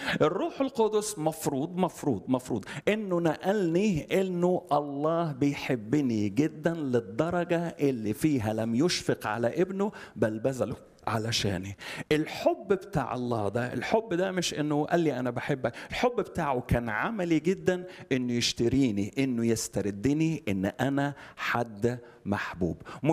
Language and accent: Arabic; Alexandria, Alexandria Governorate, Egypt; also born or lived in Upper Egypt; أنا اسكندراني صعيدي، بس اسكندراني.